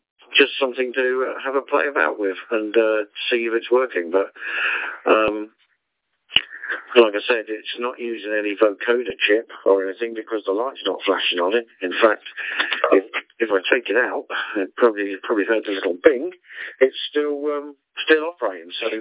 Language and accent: English; Scotland, United Kingdom; being Scottish and mean